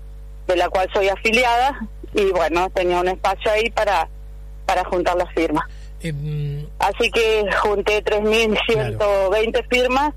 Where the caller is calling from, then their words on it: Allen, Río Negro, Argentina; Yo soy una vecina de Allen, vivo en las 40 viviendas detrás del hospital